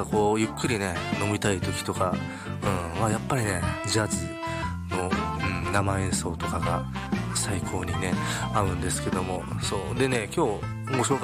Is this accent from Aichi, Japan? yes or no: no; Saitama, Japan; 生まれも育ちも埼玉県の僕